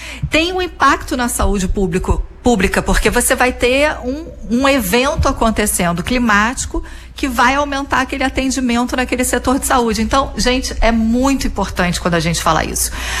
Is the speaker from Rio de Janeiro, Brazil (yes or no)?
yes; Rio de Janeiro, Brazil; E agora é incrível porque eu passei minha infância na Zona Norte, no subúrbio. O subúrbio já foi muito mais cheio de verde, sabe?